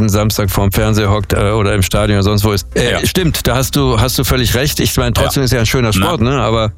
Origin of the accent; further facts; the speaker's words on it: Dortmund, North Rhine-Westphalia, Germany; born there; Ich bin in Dortmund geboren, da weiß ich auch, wo Oberhausen ist, ne?